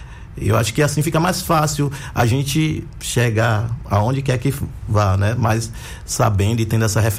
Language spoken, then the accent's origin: Portuguese; Feira de Santana, Bahia, Brazil; now in Salvador, Brazil; Mas eu tenho um vínculo muito forte com Feira de Santana, especificamente com minha comunidade, a comunidade quilombola de Lagoa Grande, né?